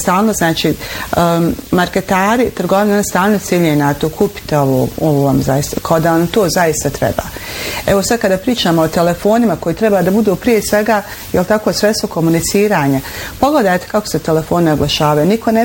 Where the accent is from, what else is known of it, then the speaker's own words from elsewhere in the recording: Bosnia & Herzegovina; Znate, mi smo Bosanci, ja ne znam, jedan narod poput našeg da voli, da smo, mi smo vesel narod, srdačan